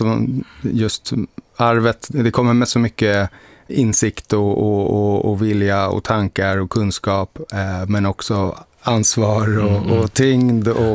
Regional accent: Stockholm, Stockholm County, Sweden; born there; Vi är födda i Stockholm hela gänget och verkar och bor här.

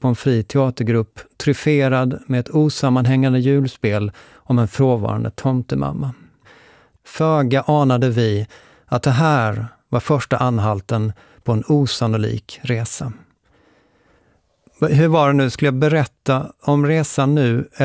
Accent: Lund, Skåne, Sweden; I studentstaden Lund, där jag kommer ifrån, är studentspex-traditionen stark.

